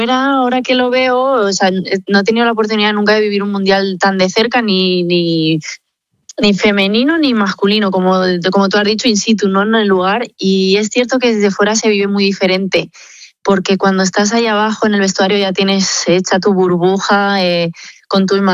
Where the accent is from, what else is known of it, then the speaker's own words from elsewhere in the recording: Community of Madrid, Spain; Yo le decía, no soy de Cienpozuelos, pero al final sigue siendo Madrid y sigo siendo madrileña.